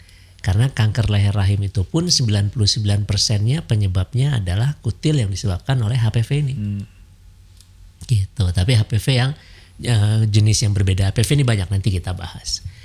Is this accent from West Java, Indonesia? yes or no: yes; Bandung, West Java, Indonesia; Tadi saya kan orang Bandung Coret ya, dari barat, saya orang barat.